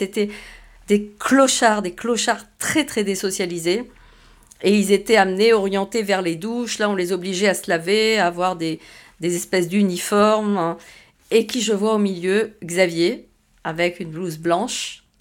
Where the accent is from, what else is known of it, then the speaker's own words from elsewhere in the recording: Morocco; now in France; quand j'étais enfant au Maroc, dans la Médina.